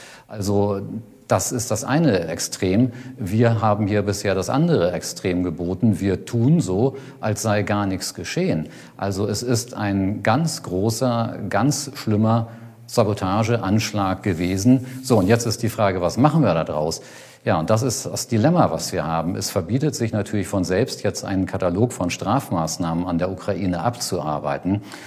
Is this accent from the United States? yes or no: no; Germany